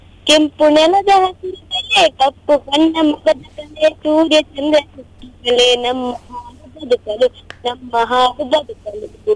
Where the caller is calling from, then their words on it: Eshwaramangala, Karnataka, India; Ishwara Mangala.